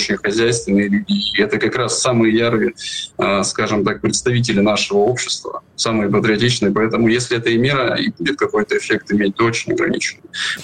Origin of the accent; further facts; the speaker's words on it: Krasnoyarsk Krai, Russia; Красноярский край. Я из Красноярского края. То есть у нас полуостров Таймыр